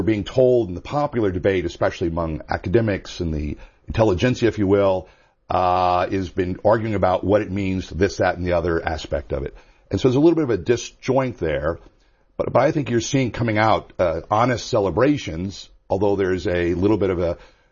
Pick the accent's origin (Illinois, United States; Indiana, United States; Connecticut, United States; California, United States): California, United States; California, in the Central Valley of California, which, interestingly enough, has almost no...